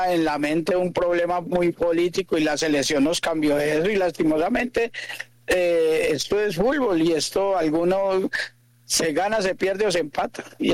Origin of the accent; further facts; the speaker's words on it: Pereira, Risaralda, Colombia; eso somos los pereiranos.